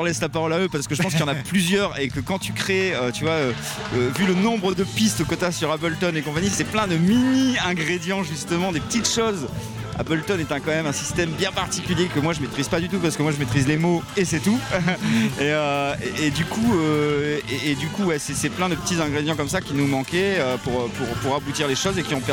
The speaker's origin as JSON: {"language": "French", "town": "Calais", "region": "Hauts-de-France", "country": "France", "said": "et du coup on vient de Calais, c'est encore plus pertinent je pense quand on vient de Calais"}